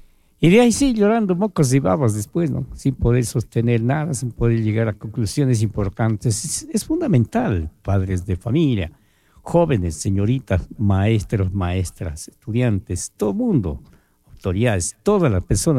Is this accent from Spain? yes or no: no; Ecuador; Católico, apostólico, peor, no doy ningún mensaje excepto en la radio. Y romano, peor, soy ecuatoriano.